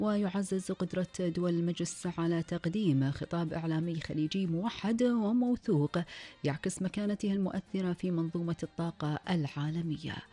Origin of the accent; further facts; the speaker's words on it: Kuwait; طبعا هذه كانت فقرتنا في أخبار ديرتنا الحبيبة الكويت وآخر المستجدات.